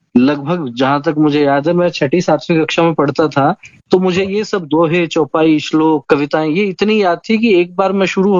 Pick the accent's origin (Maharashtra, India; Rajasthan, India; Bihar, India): Rajasthan, India; Ajitgarh; born or raised there; now in Jaipur, India